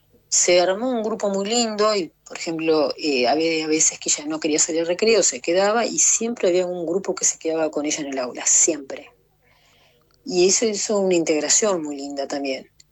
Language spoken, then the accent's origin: Spanish; Gualeguay, Entre Ríos, Argentina; born there; moved away as an adult; yo viviendo en Gualeguay